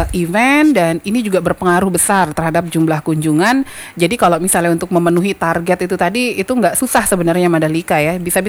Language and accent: Indonesian; West Nusa Tenggara, Indonesia; Saya sebagai warga NTB